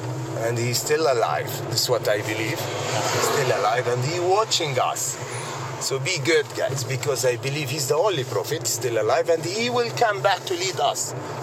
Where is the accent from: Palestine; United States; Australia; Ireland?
Palestine; Bethlehem, West Bank; I'm from Bethlehem city. Bethlehem is like Christian city mix. There is big community of Christian Palestinian who live there. So we grew up, I'm Muslim, so we grew up, you know, in culture is mixed. Like your neighbor is Christian.